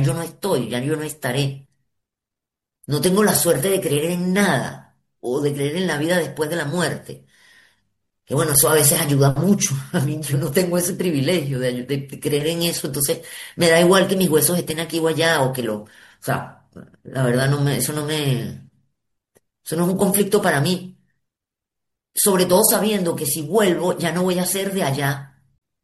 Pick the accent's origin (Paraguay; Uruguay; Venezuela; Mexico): Venezuela; moved away as an adult; now in Marseille, France; asumiendo que soy una inmigrante y que soy sobre todo venezolana.